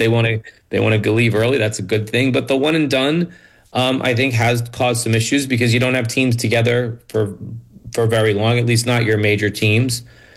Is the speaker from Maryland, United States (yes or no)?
no; Rhode Island, United States; even a kid growing up in Rhode Island and in the Northeast, I mean, we had Providence College